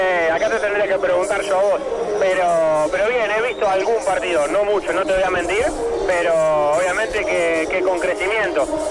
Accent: Tandil, Buenos Aires Province, Argentina; now in Buenos Aires, Argentina; soy de Tandil y está Santa Marina.

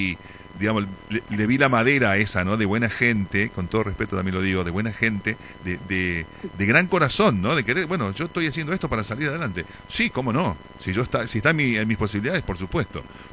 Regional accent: Tucumán, Argentina; yo nací en Tucumán

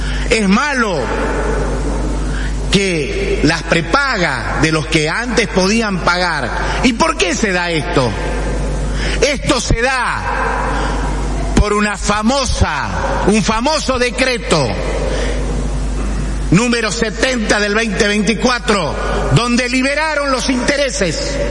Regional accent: Salta, Argentina

